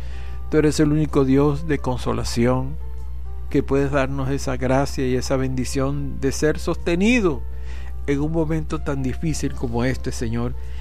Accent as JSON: {"language": "Spanish", "country": "Venezuela", "said": "nos involucra a todos como venezolanos, como hermanos de esta patria"}